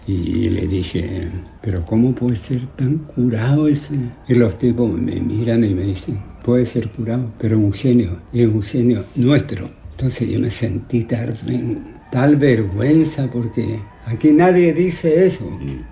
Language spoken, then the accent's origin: Spanish; Chile; also born or lived in France; yo no voy a ser francés porque no soy francés, soy chileno y por eso me vine